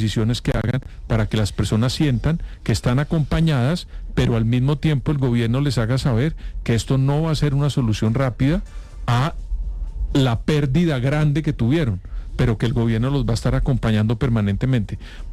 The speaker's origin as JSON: {"language": "Spanish", "country": "Colombia", "said": "yo como colombiano esperaría que frente al fenómeno del Niño"}